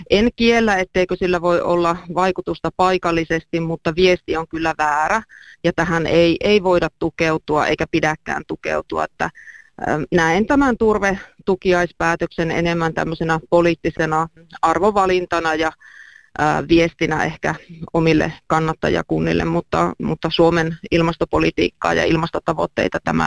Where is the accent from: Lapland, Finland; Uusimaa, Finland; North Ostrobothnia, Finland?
North Ostrobothnia, Finland; Siellä meillä Pohjois-Pohjanmaalla